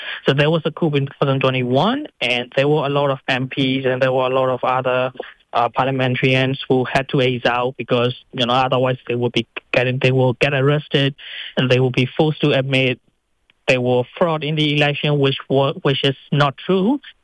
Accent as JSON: {"language": "English", "country": "Myanmar", "moved": "yes", "lives_now": "Australia", "said": "I'm a diaspora from Myanmar, currently residing in Australia, in Queensland."}